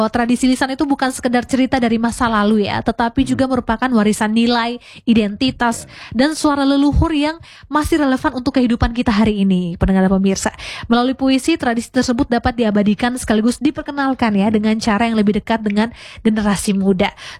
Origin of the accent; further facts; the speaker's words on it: East Nusa Tenggara, Indonesia; Dan kami yang mendengar sudah paham ya, apalagi kami asli Sumba kayak ini benar ini seperti itu, luar biasa.